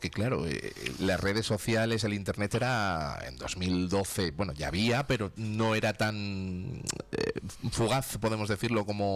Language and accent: Spanish; Castile and León, Spain; esa conexión con la montaña palentina, en mi caso la montaña leonesa, que está muy, muy, muy cerquita.